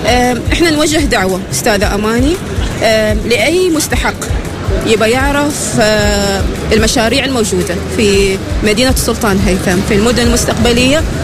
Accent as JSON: {"language": "Arabic", "country": "Oman", "said": "من ضمن الأسئلة كان أنه إيش أنا راح أستفيد أنا كعماني، وكيف إيش الخيارات المناسبة لي؟"}